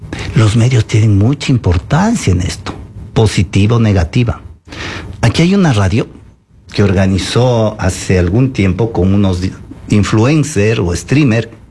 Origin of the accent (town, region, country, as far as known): Ecuador